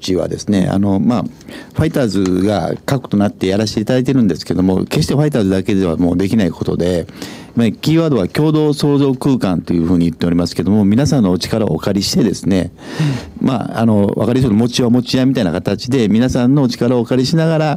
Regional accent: Osaka, Japan; also born or lived in Tokyo; now in Hokkaido, Japan; 実は僕は大阪出身で、大阪20年、大阪40年ですね。で、東京20年住んだんですけども

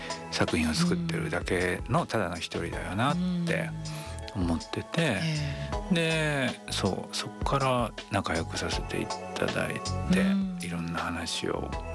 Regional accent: Kagawa, Japan; で僕香川県で、はい、隣で

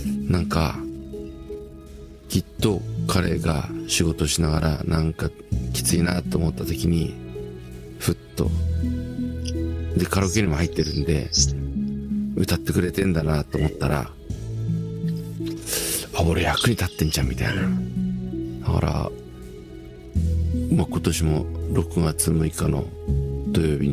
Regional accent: Hino, Tokyo, Japan; born or raised there

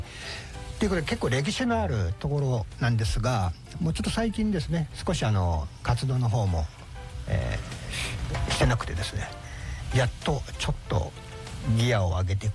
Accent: Okazaki, Aichi, Japan; 私の地元でございます、東海中学校親父の会の皆さん

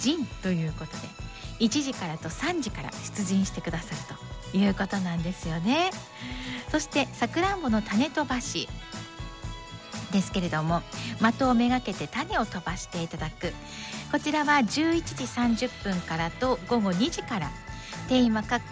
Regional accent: Yamagata, Japan; 私やっぱり地元山形の

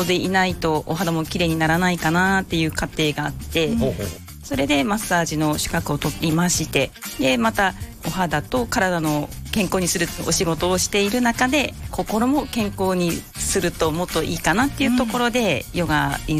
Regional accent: Iwaki, Fukushima, Japan; ずっと生まれも育ちもいわきです。

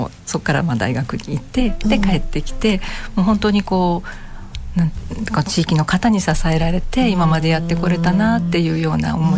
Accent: Tokushima, Japan; also born or lived in Nagano; 徳島県徳島市生まれで、うんうん、徳島育ちの、うん、あの現在55歳になります。

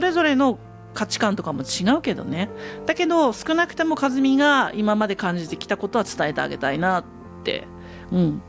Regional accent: Tsugaru, Aomori, Japan; born or raised there

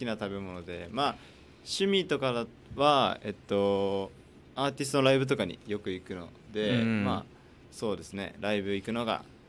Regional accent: Shimane, Japan; moved away as an adult; now in Okinawa, Japan; 自分は、出身が島根県出身で、大学進学で沖縄に来たっていう感じで

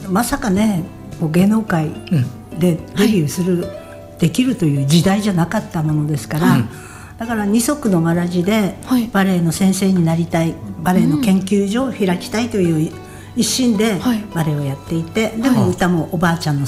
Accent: Sapporo, Hokkaido, Japan; でお母ちゃんと私が札幌で生まれ育ったんですけれども

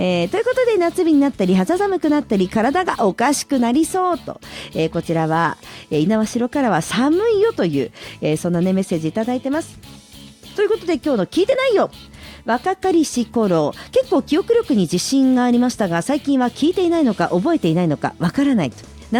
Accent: Sapporo, Hokkaido, Japan; 私雪国札幌出身なんですけれども

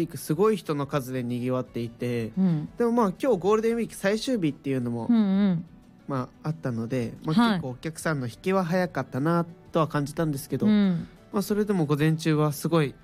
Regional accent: Koto, Tokyo, Japan; 江東区の亀戸出身です。

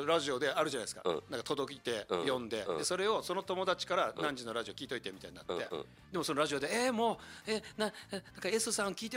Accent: Itoman, Okinawa, Japan; 僕糸満出身なんですけど、

